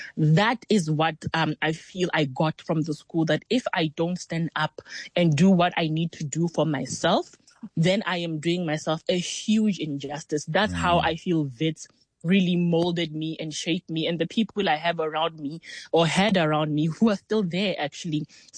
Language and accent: English; Lesotho; Yes. So I was born and raised in Lesotho.